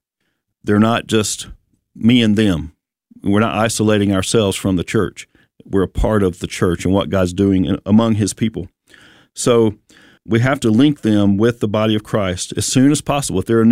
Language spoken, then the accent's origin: English; Bible Belt, United States; if you're like me growing up in the Bible Belt here in the U.S.